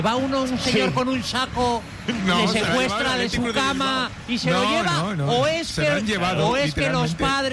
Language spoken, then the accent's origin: Spanish; Navarre, Spain; Pero que lo vuelvo a repetir, que no hay polémica, que todos somos navarros. Es el reino de Navarra.